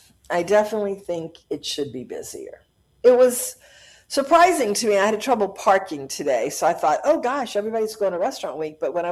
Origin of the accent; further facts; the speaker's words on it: United States; I'm American.